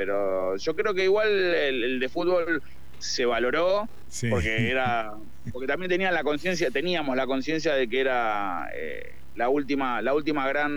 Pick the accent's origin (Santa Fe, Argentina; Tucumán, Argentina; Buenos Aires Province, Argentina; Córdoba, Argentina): Buenos Aires Province, Argentina; Yo soy del conurbano bonaerense, pero entiendo que a los ojos de la gente de las provincias soy un porteño de mierda